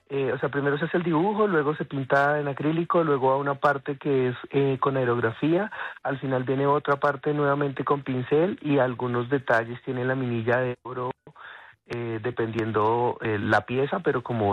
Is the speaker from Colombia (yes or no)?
yes; Guaviare, Colombia; yo vengo del Guaviare, nosotros como que vivimos todos estos temas de la violencia del Guaviare en el 99